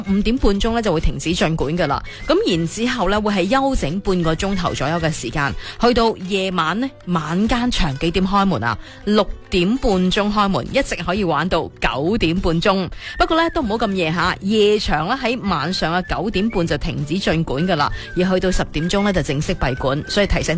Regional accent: Foshan, Guangdong, China; 祖庙呢一个啦，可以对我哋佛山人嚟讲咧，非常之熟悉嘅一个地方啦，有北帝庙啦咁。

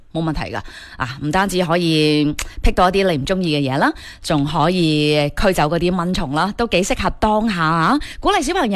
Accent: Guangdong, China; 喺呢一届嘅世界杯对于我哋广东人嚟讲简直係飲住早茶、食住凤爪同埋夹緊嗰隻蝦餃睇波嘅时间

